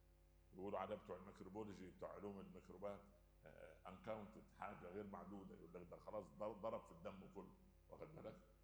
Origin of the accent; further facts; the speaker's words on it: Upper Egypt, Egypt; كان عندنا في الصعيد زمان واحنا صغار